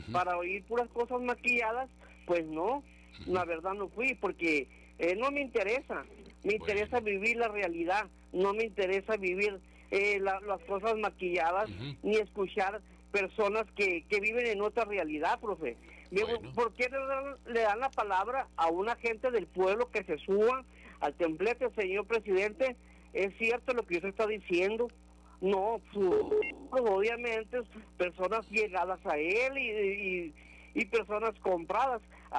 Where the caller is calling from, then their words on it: Nogales, Sonora, Mexico; de Nogales. Soy habitante de Nogales.